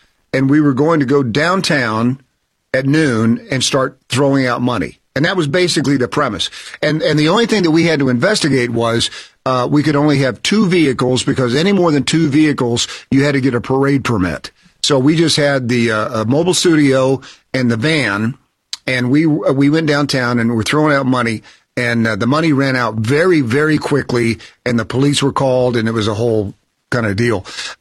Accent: Knoxville, Tennessee, United States; as a kid growing up in Knoxville, Tennessee, that was my dream.

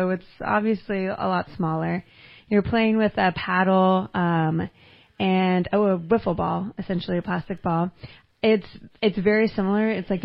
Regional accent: Reading, Pennsylvania, United States; also born or lived in San Francisco; I'm originally from Reading, moved here in 2021

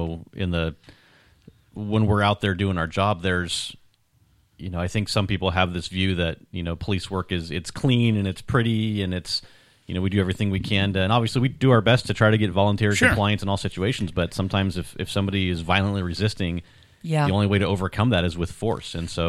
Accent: California, United States; Myself, I came from Southern California. Yeah. I started my career down there

